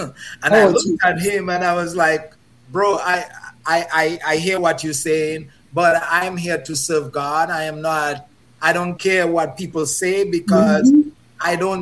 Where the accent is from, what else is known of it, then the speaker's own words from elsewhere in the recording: Dominica; now in United States; Growing up in Dominica